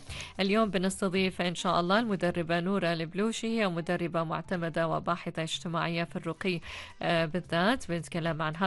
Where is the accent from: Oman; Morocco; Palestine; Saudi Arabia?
Oman; أنا من عمان